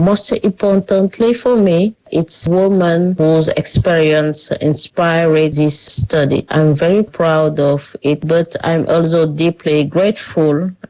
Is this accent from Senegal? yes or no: yes; Senegal; accent: French; English is a second language; It is not my first language, but the participants were very kind. What matters most to me? It was able to use my voice, even with my French accent, to bring the experience of Senegalese women into an international academic space.